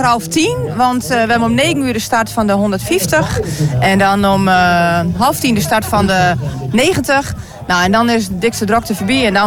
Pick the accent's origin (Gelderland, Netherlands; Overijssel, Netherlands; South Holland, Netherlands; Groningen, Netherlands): Groningen, Netherlands; En dan ben ik als Groninger natuurlijk even extra trots.